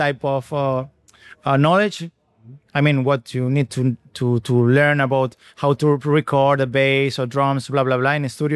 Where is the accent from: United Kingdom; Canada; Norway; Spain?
Spain; Tenerife, Canary Islands; first language Spanish; English is a second language; I come from Tenerife, Canary Islands, back there in the Atlantic